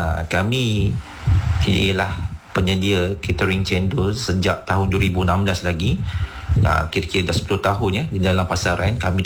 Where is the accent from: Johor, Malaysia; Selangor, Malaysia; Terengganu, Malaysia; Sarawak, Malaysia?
Selangor, Malaysia; Taman Melawati; Ya, saya daripada Taman Melawati.